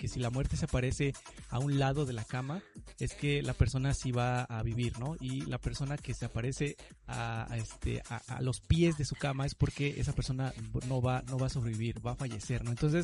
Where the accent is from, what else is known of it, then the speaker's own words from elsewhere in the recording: Mexico; uno como mexicano